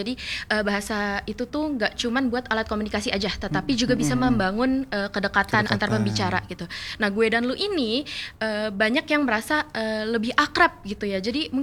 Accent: Bekasi, West Java, Indonesia; Jadi saya sendiri itu berasal dari Bekasi yang secara administratif masuk Provinsi Jawa Barat gitu.

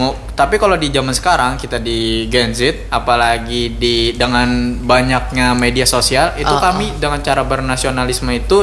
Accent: Banjarmasin, South Kalimantan, Indonesia; gimana sih kita orang Banjarmasin itu menuju yang hijau lah, go green gitu

